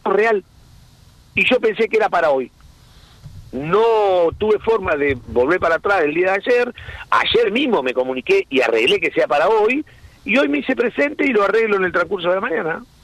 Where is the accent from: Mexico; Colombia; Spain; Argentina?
Spain; Madrid, Community of Madrid; born there; Yo soy nacido en Madrid, en mi vida me voy a ocultar.